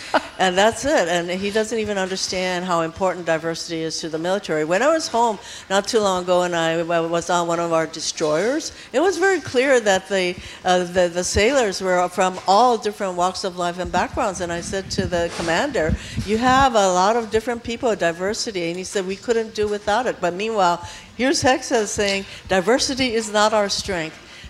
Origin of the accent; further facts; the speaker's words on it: Hawaii, United States; because, you know, I'm this kid from Hawaii.